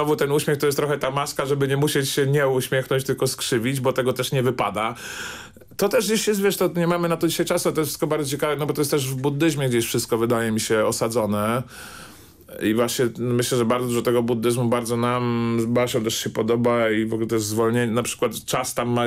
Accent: Warsaw, Masovian Voivodeship, Poland; moved away; jestem warszawiakiem

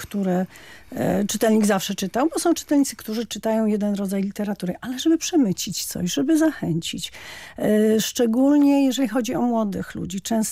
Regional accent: Wrocław, Lower Silesian Voivodeship, Poland; moved away; jestem rodowitą wrocławianką.

